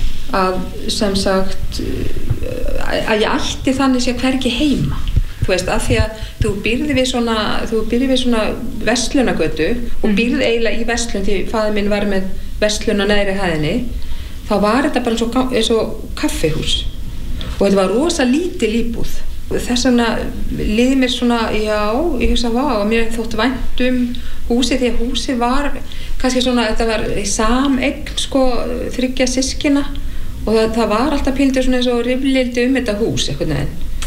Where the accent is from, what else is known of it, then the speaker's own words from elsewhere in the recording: Capital Region, Iceland; Ég held að einhverstaðar hafi mér þótt að líka ákveðin lúxus að alast upp á Laugaveginum.